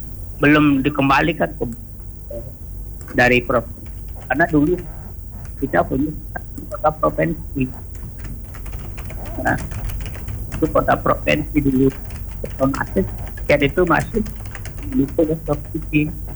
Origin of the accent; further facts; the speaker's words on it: Buleleng, Bali, Indonesia; Saya sangat saya lahir di Buleleng ya, sampai ya dapat mengakui 3 tahun di Buleleng dulu saya di dari tahun 8 sampai 20 juga.